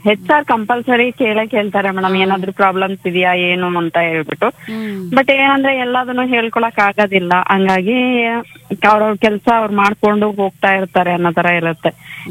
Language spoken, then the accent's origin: Kannada; Manchanahalli, Karnataka, India; now in Bengaluru, India; ನಮ್ಮೂರು ಬಂದ್ಬಿಟ್ಟು ಗೌರಿಬಿದನೂರ್ ಹತ್ರ ಮಂಚನಹಳ್ಳಿ. ನಾವಿರೋದು ಬೆಂಗಳೂರಲ್ಲಿ, ಇಲ್ಲಿ ಬೇಗೂರ.